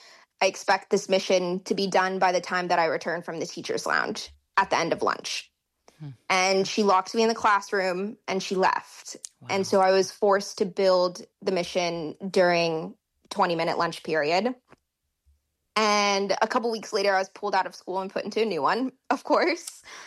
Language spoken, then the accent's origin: English; California, United States; when I was in school in my hometown, K through 12, there were some other California Indians that I had known, and there were very few of us